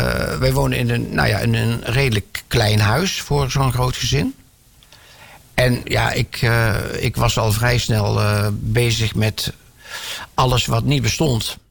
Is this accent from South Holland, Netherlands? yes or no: no; Tilburg, North Brabant, Netherlands; born there; now in Breda, Netherlands; Ik ben geboren in Tilburg, dus dat is al een enorm privilege, zeker als je in Breda woont.